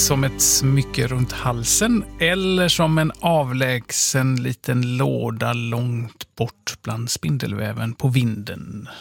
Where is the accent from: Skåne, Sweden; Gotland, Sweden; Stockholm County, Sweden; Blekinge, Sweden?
Skåne, Sweden; Kävlinge; born there; Jag är ju född i Kävlinge. Det är ju vägg i vägg med Svalöv ju.